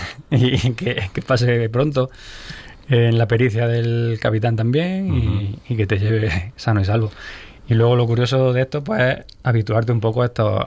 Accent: Úbeda, Andalusia, Spain; cuando llego a mi pueblo, yo soy de Úbeda

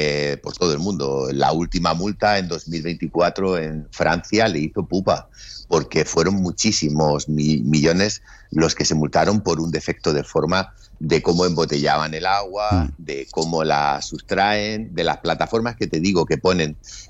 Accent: Spain; now in Denmark; Nosotros en España tenemos la suerte de tener, vivo en Dinamarca

